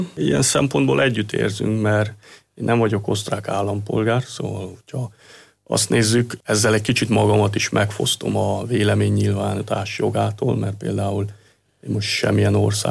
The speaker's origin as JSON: {"language": "Hungarian", "country": "Hungary", "moved": "as an adult", "lives_now": "Linz, Austria"}